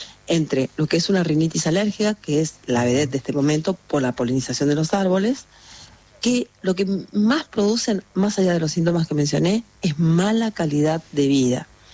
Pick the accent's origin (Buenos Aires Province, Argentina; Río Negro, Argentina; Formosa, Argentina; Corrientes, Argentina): Corrientes, Argentina; Bellavista; now in Buenos Aires, Argentina; Yo estoy, en realidad es ciudad, yo le digo pueblo, pero es ciudad. Yo estoy en Bellavista, Corrientes, ocasionalmente, pero Trabajo en Buenos Aires, obvio.